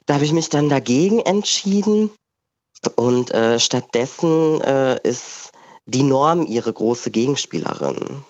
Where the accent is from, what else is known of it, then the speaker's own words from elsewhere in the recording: Baden-Württemberg, Germany; now in Berlin, Germany; Ich komme halt aus Baden-Württemberg, habe viel Diskriminierung erlebt, aber in Berlin wohnen